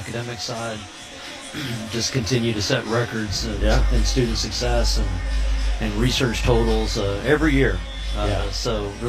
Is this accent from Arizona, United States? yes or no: no; Mesquite, Texas, United States; But what the people don't know is I grew up in Mesquite, Texas, and I was a huge Dallas Cowboys fan.